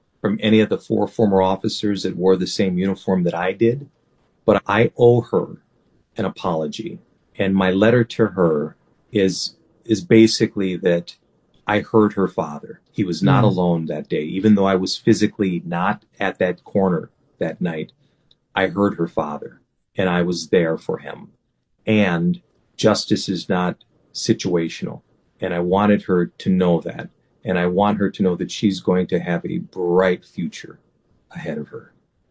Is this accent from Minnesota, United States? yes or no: yes; Minneapolis, Minnesota, United States; born or raised there